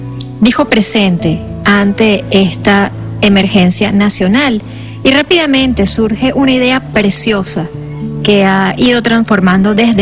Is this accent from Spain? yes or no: no; Venezuela; su compromiso con lo que estamos atravesando todos como venezolanos es indiscutible